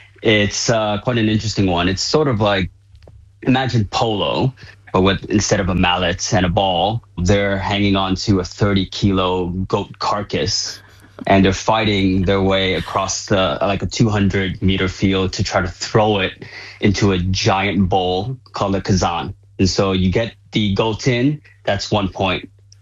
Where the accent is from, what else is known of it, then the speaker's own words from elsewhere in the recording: United States; So, you know, I'm from the United States.